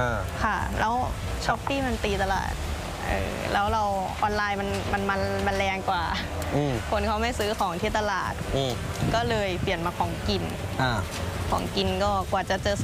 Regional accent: Korat, Nakhon Ratchasima, Thailand; moved away as an adult; เป็นคนโคราชค่ะ

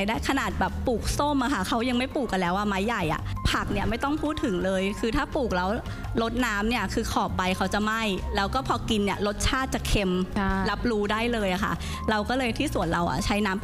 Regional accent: Bangkok, Thailand; born there; กับพี่แหม่มเราเป็นคนกรุงเทพสองคนเลยโดยกำเนิดเราไม่มีทรัพยากรใดๆเป็นต้นทุน

